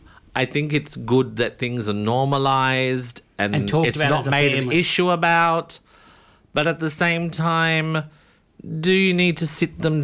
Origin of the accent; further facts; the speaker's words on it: Sydney, New South Wales, Australia; also born or lived in Smithfield; I used to tell everyone Fairfield, but I say Smithfield now.